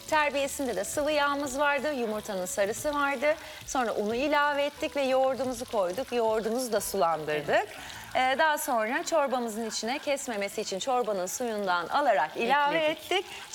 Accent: Nazilli, Aydın, Turkey; Evet, ben de Nazilliliyim. Aydın Nazilli.

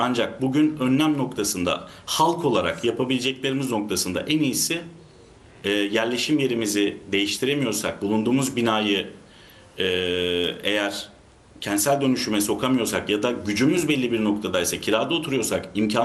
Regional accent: Istanbul, Turkey; Trafikte ciddi saat ve zaman harcıyoruz biz İstanbullular olarak.

